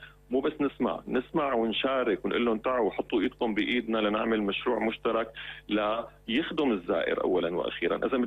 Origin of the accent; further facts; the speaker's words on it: Syria; بالنسبة لنا يعني كسوريين